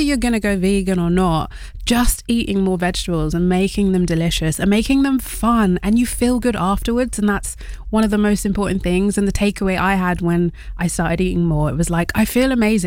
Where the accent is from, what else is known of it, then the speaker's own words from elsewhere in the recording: Wales, United Kingdom; Caribbean heritage and Welsh. And I just have to throw that in there. My grandma's like, don't forget to mention you're Welsh. I was like, I am proudly Welsh too.